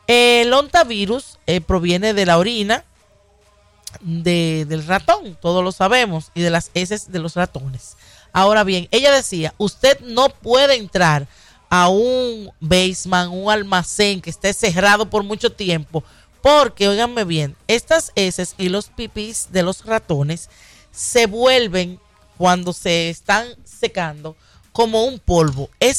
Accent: Dominican Republic; De nosotros que venimos de la República Dominicana, siempre los ratones han mantenido una guerra con uno

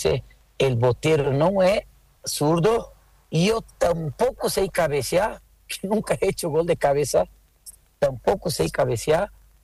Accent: Brazil; now in Bolivia; unos brasileños en Brasil, en nuestra casa. En nuestra casa no, porque ya me considero boliviano

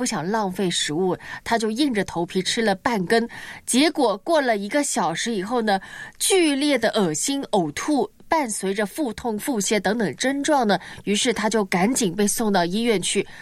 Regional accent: Guangdong, China; 我们广东人不是很喜欢饮茶吗？到茶楼去饮茶。

